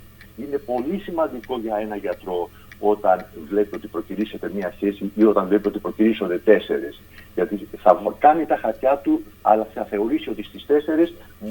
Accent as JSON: {"language": "Greek", "area": "Zakynthos", "region": "Ionian Islands", "country": "Greece", "said": "είμαι από Ζακυνθινός"}